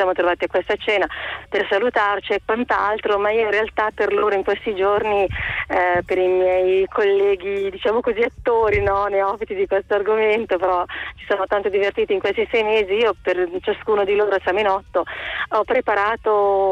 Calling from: Lombardy, Italy; ti chiamo da provincia di Bergamo, sono in macchina

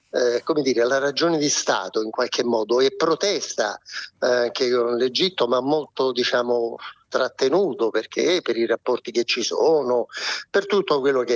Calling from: Rome, Lazio, Italy

